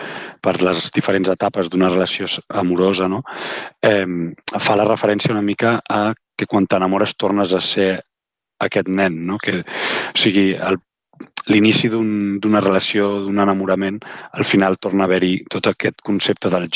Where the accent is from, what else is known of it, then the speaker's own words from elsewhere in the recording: Gràcia, Catalonia, Spain; que soc un cantautor de la Vila de Gràcia